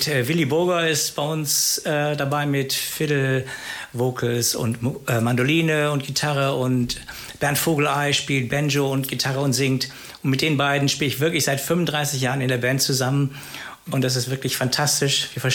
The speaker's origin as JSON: {"language": "German", "town": "Göttingen", "region": "Lower Saxony", "country": "Germany", "tie": "born or raised there", "moved": "as an adult", "lives_now": "Bremen, Germany", "said": "ich komme aus Göttingen."}